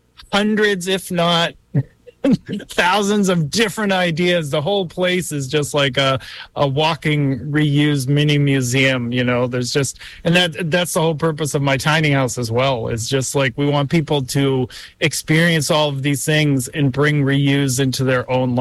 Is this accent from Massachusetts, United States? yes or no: yes; Massachusetts, United States; I'm from Massachusetts with all the salt.